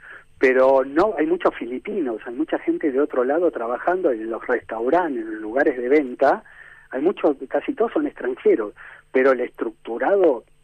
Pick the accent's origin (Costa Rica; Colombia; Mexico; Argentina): Argentina; lo loco que somos los argentinos